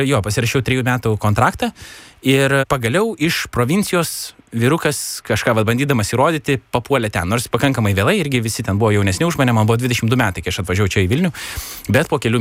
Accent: Mažeikiai, Telšiai County, Lithuania; aš augdamas Mažeikiuose, kur yra mano gimtinė

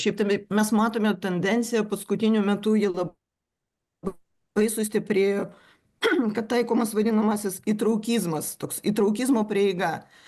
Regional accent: Vilnius, Vilnius County, Lithuania; mes kaip vilniečiai vertiname šitą projektą

